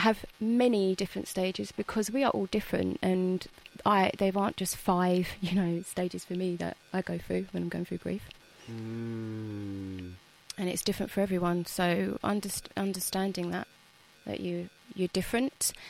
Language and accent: English; London, United Kingdom; our estate that I grew up in Forest Hill